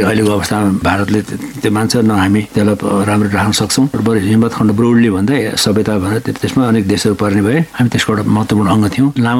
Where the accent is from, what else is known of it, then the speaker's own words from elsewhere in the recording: Bhojpur, Koshi Province, Nepal; अलि पूर्व अझैतिर मेरो घर भोजपुर हो